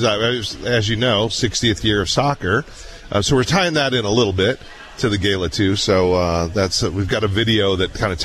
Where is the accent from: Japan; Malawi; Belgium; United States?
United States; Indian Hills; Well, growing up in Indian Hills, the fun part was as you were a kid, when we first moved there, there was not even houses across the street.